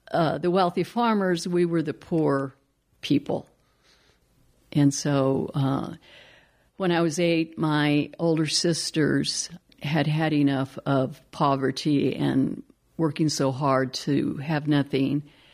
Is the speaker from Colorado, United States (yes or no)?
yes; Windsor, Colorado, United States; Windsor, growing up in Windsor was interesting because the first immigrants into that area were the Russians and Germans.